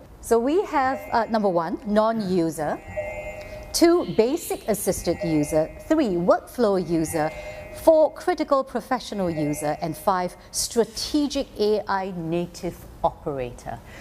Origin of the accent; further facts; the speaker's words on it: Singapore; I'm very Singaporean.